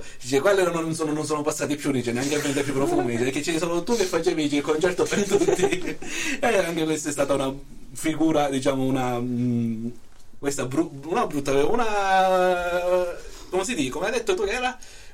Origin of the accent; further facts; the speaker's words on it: France; Italian is a second language; sono francese